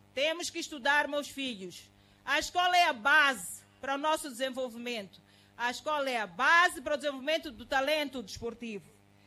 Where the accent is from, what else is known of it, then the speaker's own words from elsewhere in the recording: Mozambique; Isto exige a todos nós, como moçambicanos, a promoção do acesso ao desporto